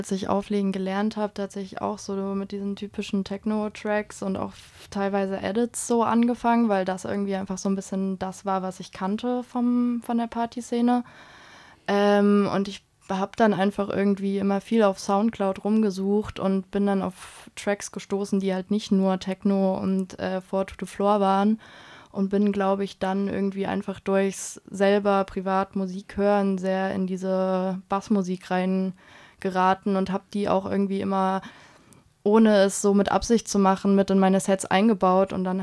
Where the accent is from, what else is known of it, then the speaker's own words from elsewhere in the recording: Weimar, Thuringia, Germany; Ich komme aus Weimar und Erfurt ist quasi direkt um die Ecke